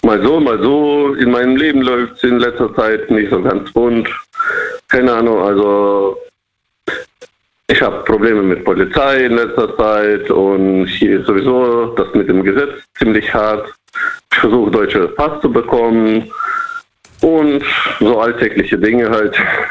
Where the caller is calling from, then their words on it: Bruchmühlbach, Rhineland-Palatinate, Germany; Ich rufe aus Rheinland-Pfalz an.